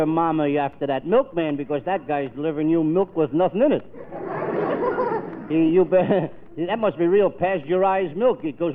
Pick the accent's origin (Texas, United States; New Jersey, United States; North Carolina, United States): New Jersey, United States; Paterson; moved away; You know, I'm a Patterson boy. I was born and raised in Patterson, New Jersey. That's a stone's throw from Bayonne.